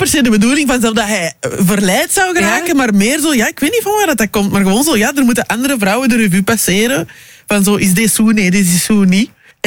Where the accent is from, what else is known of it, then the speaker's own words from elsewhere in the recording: DR Congo; also born or lived in Belgium; Ja, ik ben een Congolees en Belgisch. Dus zo, als je Congolees bent, je kunt niet klein trouwen.